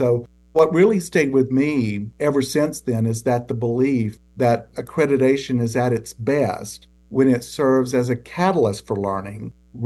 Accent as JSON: {"language": "English", "region": "Tennessee", "country": "United States", "tie": "born or raised there", "said": "I started out at the bedside as an emergency department nurse in a critical access hospital located in my hometown in Tennessee."}